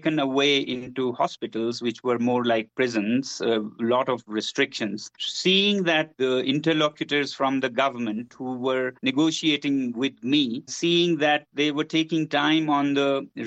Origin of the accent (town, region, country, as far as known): Ladakh, India